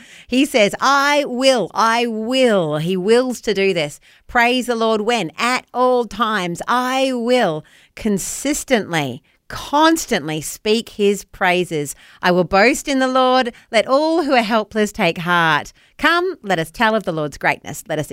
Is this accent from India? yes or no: no; New Zealand; accent: Kiwi; now in Australia; It's got a bit of a Kiwi twang to it. Sorry, that's my accent.